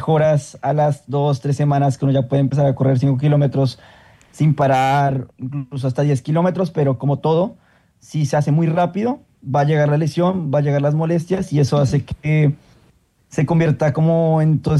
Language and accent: Spanish; Bogotá, Colombia; yo que soy rolo, obviamente en Bogotá, conocido como la nevera, no tenemos tanto calor ni tampoco tanta humedad